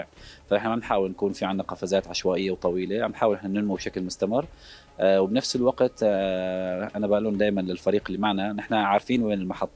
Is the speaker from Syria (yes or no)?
yes; Aleppo, Aleppo Governorate, Syria; باعتباري من حلب